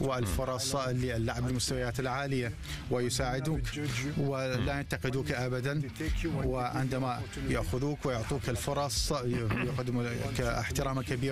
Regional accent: France; أنا شخصيا تربيت في فرنسا

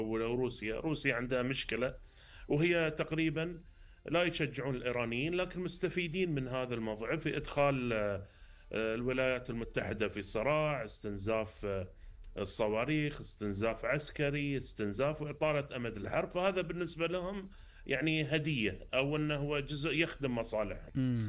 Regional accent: Qatar

